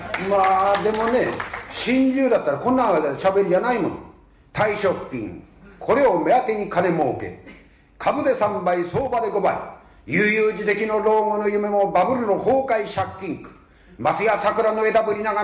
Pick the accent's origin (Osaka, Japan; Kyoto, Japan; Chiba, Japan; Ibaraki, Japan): Ibaraki, Japan; moved away as an adult; 私のふるさと茨城